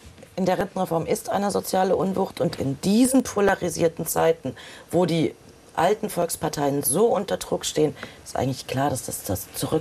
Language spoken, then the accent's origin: German; East Germany, Germany; ich komme aus der DDR.